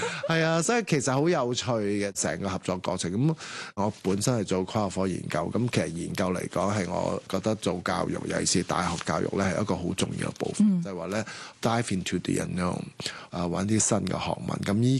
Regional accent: Hong Kong

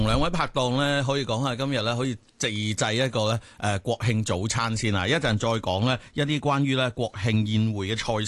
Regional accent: China; 外吹内软啊，同我哋中国人嘅心一样啊

